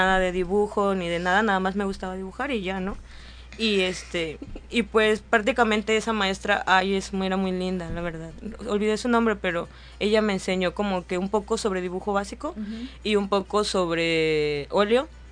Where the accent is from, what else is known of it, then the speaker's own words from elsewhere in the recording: Acapulco, Guerrero, Mexico; Ah, sí, yo nací aquí en el puerto de Acapulco.